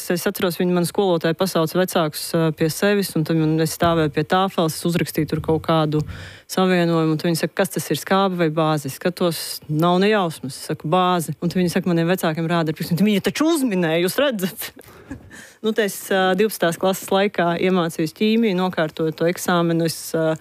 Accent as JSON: {"language": "Latvian", "region": "Riga", "country": "Latvia", "tie": "born or raised there"}